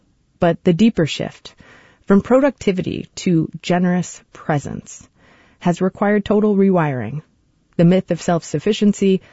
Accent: Chicago, Illinois, United States; now in Bay Area, United States; We're from Chicago, where stark seasons kept the yearly rhythm. Here in the Bay Area, the plants tell time, and with total generosity.

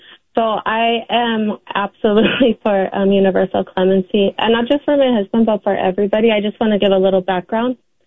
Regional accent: San Bernardino, California, United States; I am from San Bernardino.

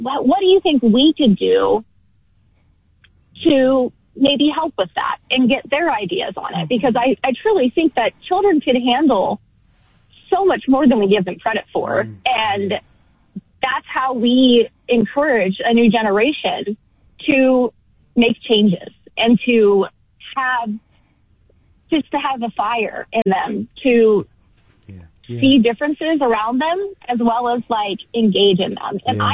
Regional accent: Kentucky, United States; born there; also born or lived in Texas; I was born in Kentucky, lived in Texas for 10 plus years, and I have experienced a huge range of social and economic mobility and movement throughout my life.

